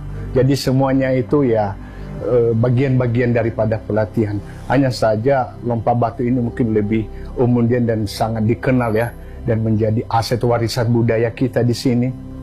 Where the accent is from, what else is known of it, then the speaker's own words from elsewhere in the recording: North Sumatra, Indonesia; Ketua Harian Lembaga Adat Desa Bawah Mataluo, dan kebetulan juga mantan Kepala Desa Bawah Mataluo.